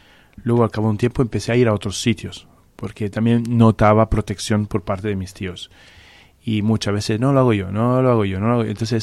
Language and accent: Spanish; Cafasse, Piedmont, Italy; Spanish is a second language; por la zona de alrededor de mi pueblo, Cafasse